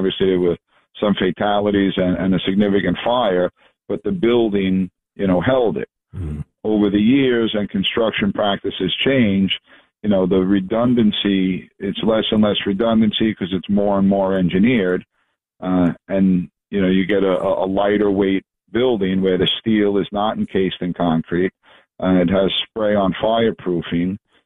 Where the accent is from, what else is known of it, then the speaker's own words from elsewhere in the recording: New York, United States; growing up in New York